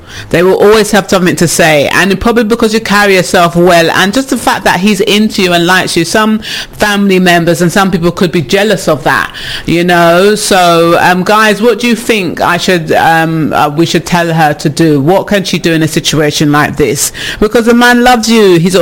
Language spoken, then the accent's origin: English; England, United Kingdom; I have issues with people, you know, because I'm English